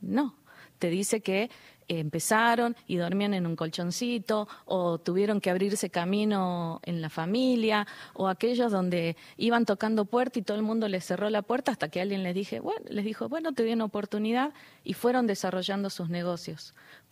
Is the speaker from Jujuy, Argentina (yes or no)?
yes; Jujuy, Argentina; pues yo soy de Jujuy